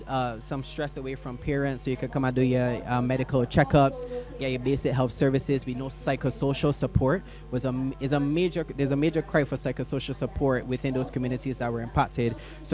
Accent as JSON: {"language": "English", "country": "Barbados", "said": "I'm from Barbados."}